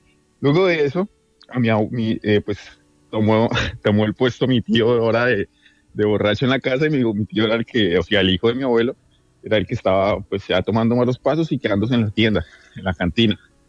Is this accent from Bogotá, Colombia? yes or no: no; Boyacá, Colombia; Yo soy de Boyacá. Nosotros nos encantaba salir a caminar en montañas